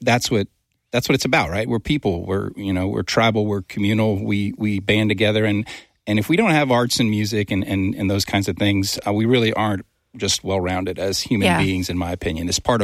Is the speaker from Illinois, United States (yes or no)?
no; Louisiana, United States; This is kind of like what I grew up with in Southwest Louisiana, where we had a strong cultural identity of, you know, Cajun and Creoles and folks playing a lot of local French music